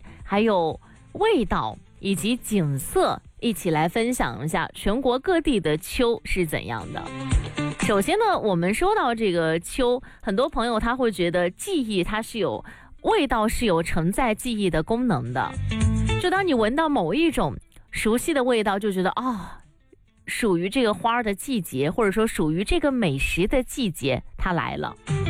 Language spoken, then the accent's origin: Chinese; Guangdong, China; 作为土生土长的广东人